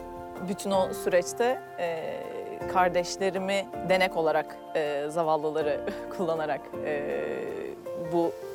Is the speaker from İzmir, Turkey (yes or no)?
yes; İzmir, Turkey; born there; 1985 İzmir Karşıyaka doğumluyum.